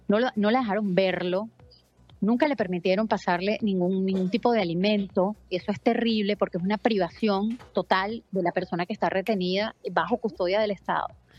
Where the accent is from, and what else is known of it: Venezuela